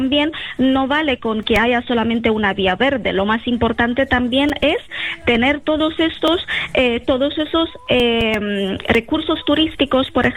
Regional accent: Italy; now in Spain; yo soy italiana, pero vivo en España desde hace ya 17, 18 años

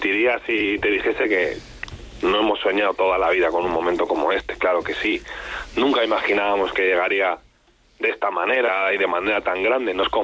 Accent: Tordesillas, Castile and León, Spain; yo soy de Tordesillas. Mis padres todavía viven allí, aunque ellos son de Zamora, pero ahí es donde viven.

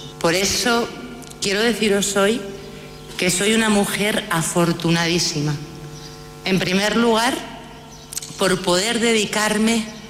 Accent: La Rioja, Spain; por recibir hoy el abrazo inmenso de mi tierra, La Rioja, en forma de reconocimiento

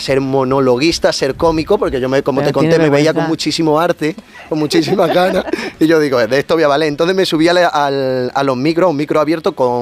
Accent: Frigiliana, Andalusia, Spain; De Frigiliana tengo que hacer un chiste, pero la gente va a saber dónde está Frigiliana.

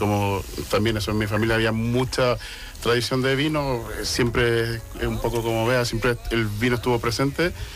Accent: Santiago, Santiago Metropolitan Region, Chile; also born or lived in Valparaíso; Yo nací en Valparaíso, pero viví en Santiago de Chile todo el tiempo.

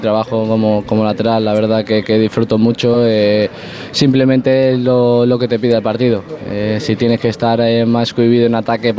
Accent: Extremadura, Spain; he sentido muy, muy querido en Extremadura, la verdad. También cuando tengo la oportunidad de ir a mi pueblo, toda esa gente que te arropa.

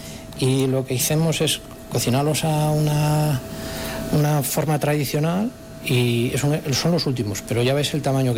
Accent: Mondoñedo, Galicia, Spain; also born or lived in Santiago de Compostela; Pues nosotros somos de Mondoñedo, un pueblecito de aquí, pero...

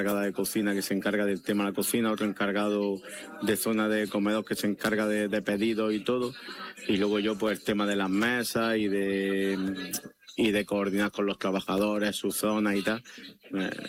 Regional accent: Salobreña, Andalusia, Spain; born there; me encanta Salobreña, me encanta. ¿Qué te voy a decir? Es mi pueblo.

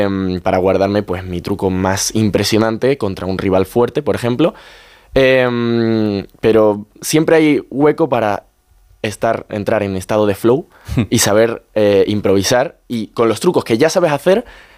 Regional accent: Seville, Andalusia, Spain; now in Madrid, Spain; Yo, por ejemplo, ahora voy a tener un alquiler en Madrid también, porque estoy todo el tiempo aquí, soy de Sevilla.

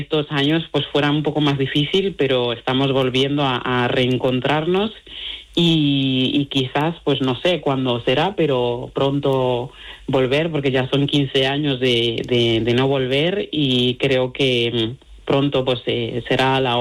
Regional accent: Mali; Spanish is a second language

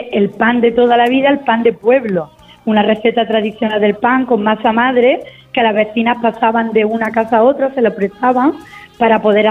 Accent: Sayalonga, Andalusia, Spain; born there; Sí, yo soy nacida en Sayalonga, mis padres son de Sayalonga

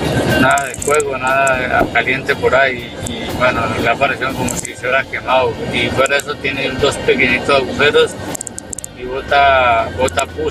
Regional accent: Barcelona, Catalonia, Spain

